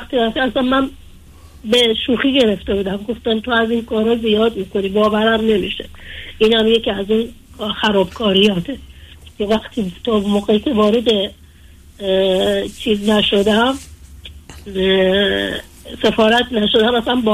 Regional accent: Iraq; بعد منم خودم از عراق اومدیم از زمان جنگ و ما خودمونم با یه مادر 25 ساله با 8 بچه بزرگ شدیم تو شرایط سخت.

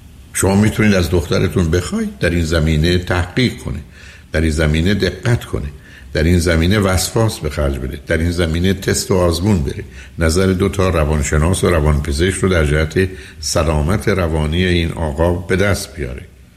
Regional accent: Iran; moved away; ما از ایران آمدیم بیرون، ولی با خودمون همچنان وابستگی رو آوردیم

